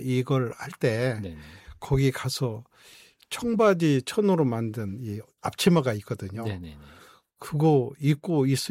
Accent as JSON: {"language": "Korean", "country": "South Korea", "said": "근데 저는 대한민국 사람이라는 게 너무 행복하더라고요."}